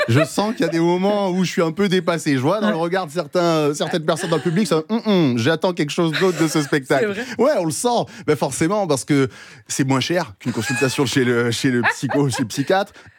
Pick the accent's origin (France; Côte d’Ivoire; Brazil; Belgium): France; Angoisse, Nouvelle-Aquitaine; Ouais, j'ai grandi à Angoisse.